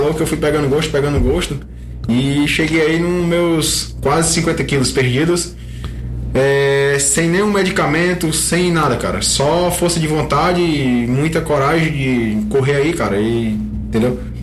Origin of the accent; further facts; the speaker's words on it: Fortaleza, Ceará, Brazil; moved away as an adult; Sou natural de Fortaleza.